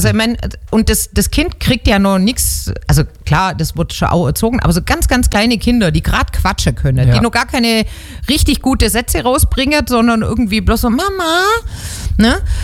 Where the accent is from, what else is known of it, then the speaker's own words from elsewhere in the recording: Baden-Württemberg, Germany; accent: Swabian dialect; außerhalb von Schwaben. Dann bin ich dort, ja, aber auch wieder der Ausländer.